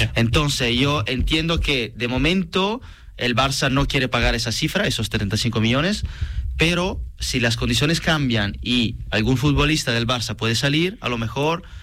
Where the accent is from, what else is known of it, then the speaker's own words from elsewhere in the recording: Italy; yo que soy italiano